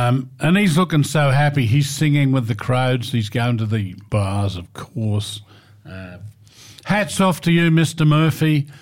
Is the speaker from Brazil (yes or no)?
no; Australia; As an Aussie, wearing the green and gold